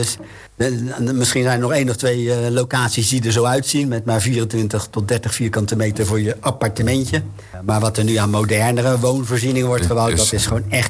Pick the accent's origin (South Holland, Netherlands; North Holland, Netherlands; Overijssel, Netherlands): South Holland, Netherlands; Rotterdam; zou ik als Rotterdammer kunnen zeggen.